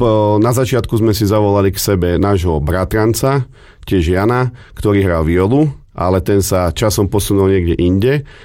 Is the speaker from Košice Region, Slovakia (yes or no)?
no; Hriňová, Banská Bystrica Region, Slovakia; pochádzame z Hriňovej, to je vlastne Podpoľanie, to je malé mestečko v okrese Detva.